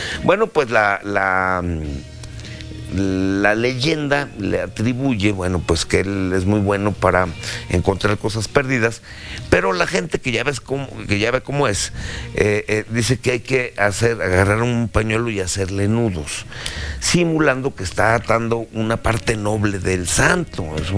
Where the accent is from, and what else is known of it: Mexico